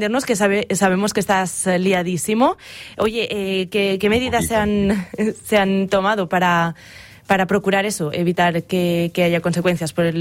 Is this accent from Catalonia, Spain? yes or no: no; Xeraco, Valencian Community, Spain; que està en el meu poble, en Xeraco.